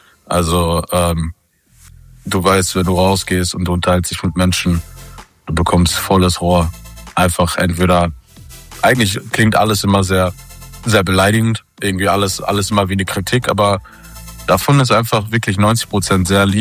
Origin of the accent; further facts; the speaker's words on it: Essen, North Rhine-Westphalia, Germany; accent: Ruhrpott; Ich bin Pottler, ich bin groß geworden im Pott. Also ich wurde auch schon aus Jobs rausgeschmissen wegen meiner Artikulation.